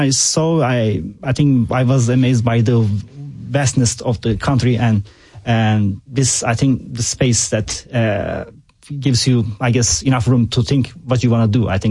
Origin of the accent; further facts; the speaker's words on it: Istanbul, Turkey; English is a second language; now in United States; Yeah. So I grew up in Istanbul.